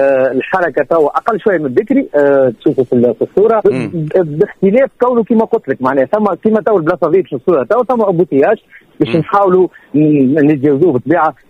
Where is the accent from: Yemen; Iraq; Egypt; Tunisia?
Tunisia; انا راني تونسي